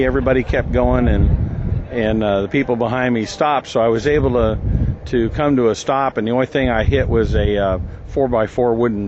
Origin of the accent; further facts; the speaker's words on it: Dayton, Ohio, United States; I'm from Dayton, Ohio.